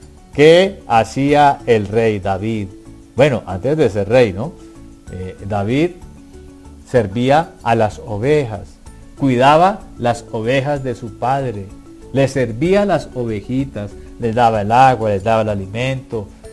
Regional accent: Colombia; Bueno, en mi tierra, en Colombia, hay habitantes de calle.

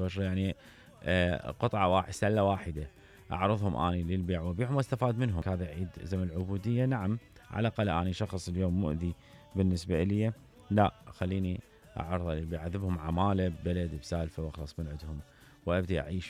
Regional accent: Iraq; إحنا كأشخاص نعتز بعراقيتنا

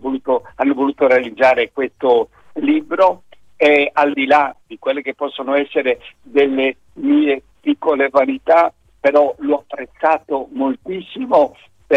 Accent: Bonorva, Sardinia, Italy; sono nato a Bonorva e la mia casa era a 50 metri dal convento dei frati francescani

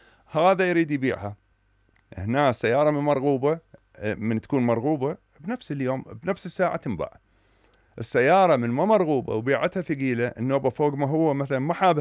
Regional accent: Iraq; هذا عندنا بالعراق

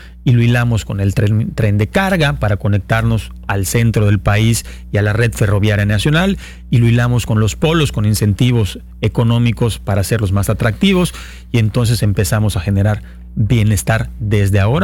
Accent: Yucatán, Mexico; No nos preparamos como yucatecos

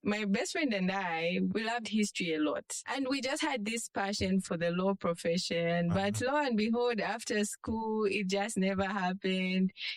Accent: Lusaka, Lusaka Province, Zambia; I grew up in Makeni, right here in Lusaka.

